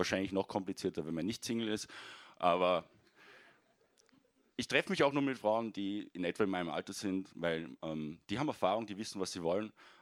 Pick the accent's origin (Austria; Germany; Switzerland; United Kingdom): Austria; Salzburg; moved away as an adult; now in Vienna, Austria; Also ich bin ursprünglich aus Salzburg nach Wien gezogen, um dort so richtig durchzustarten als Comedian.